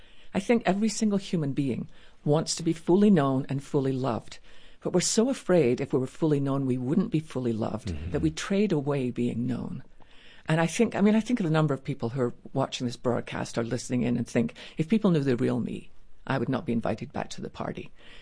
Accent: Scotland, United Kingdom; born or raised there

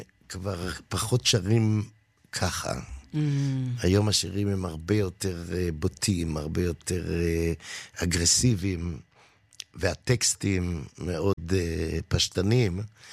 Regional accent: Givatayim, Tel Aviv District, Israel; אבל בגיל שנה וחצי כבר עברנו לגבעתיים, אבל אני לא גדלתי כל כך, גדלתי בגבעתיים

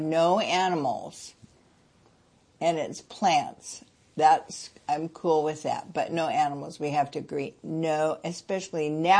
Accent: Bremerton, Washington, United States; born there; I was born in Bremerton, Washington, in the Puget Sound Naval Shipyard Hospital.

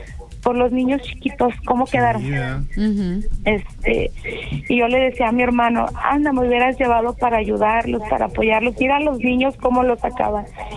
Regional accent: Mexico; aunque somos mexicanos y no vivimos allá

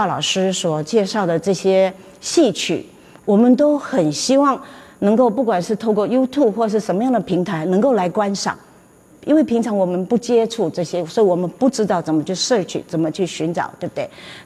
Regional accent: Taiwan; moved away as an adult; now in San Francisco Bay Area, United States; 我出生在台湾，长在台湾，因为婚姻的关系，我住了35年在美国哈。

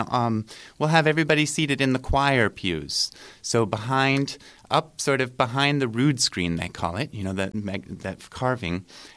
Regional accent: California, United States; I'm from California, from Northern California, so it was a little bit of a weather adjustment to go up to Lake Ontario.

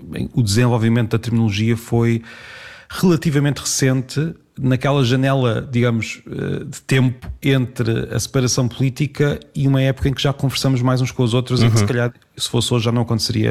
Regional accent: Peniche, Centro, Portugal; born there; moved away; eu estou em Peniche, na casa dos meus pais

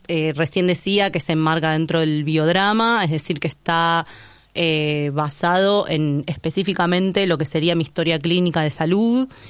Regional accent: Buenos Aires, Argentina; Soy acá de Capital.

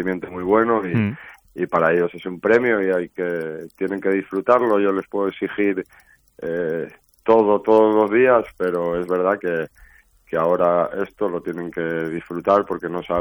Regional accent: Cantabria, Spain; Sí, yo soy cántabro

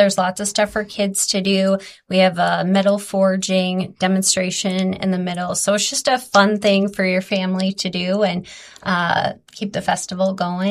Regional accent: Blackduck, Minnesota, United States; Well, we grew up in Black Duck, me and my sister.

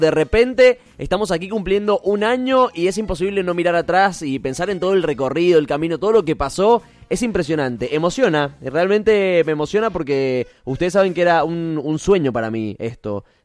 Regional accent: Mendoza, Argentina; el concurso del youtuber mendocino. Y yo, como hacía videos en YouTube, era un niño, chicos, estaba en séptimo grado, o sea, tenía, no sé, 12 años.

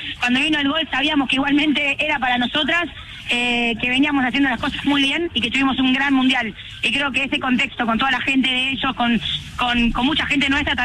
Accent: Argentina

